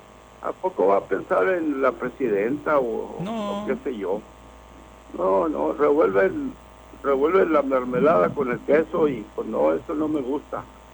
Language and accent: Spanish; Mexico; Estemos donde estemos, pero somos mexicanos, ¿no, Carlito?